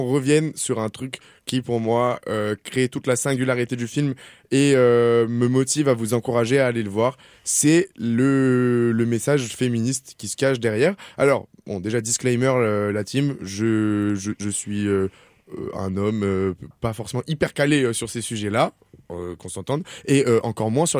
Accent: France; je vous dis ça en tant que français

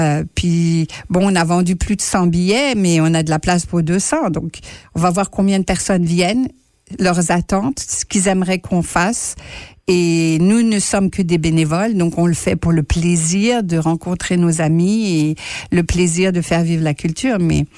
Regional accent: France; now in Manitoba, Canada; quand on est Français et qu'on habite au Maine-et-Loire, moi, ça fait plus de 48 ans

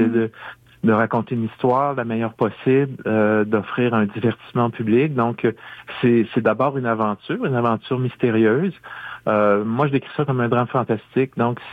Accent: Quebec, Canada

